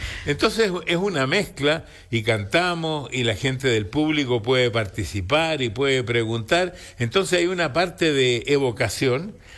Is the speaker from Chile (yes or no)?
yes; Chile; moved away as an adult; now in United States; yo soy chileno.